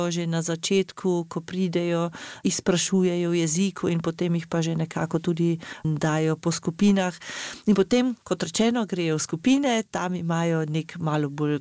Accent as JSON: {"language": "Slovenian", "region": "Carinthia", "country": "Austria", "said": "tukaj pri nas v Avstriji na Koroškem"}